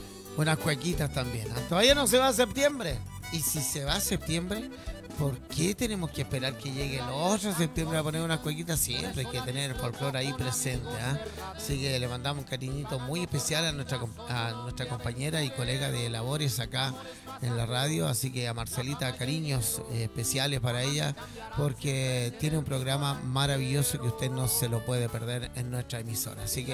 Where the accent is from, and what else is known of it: Chile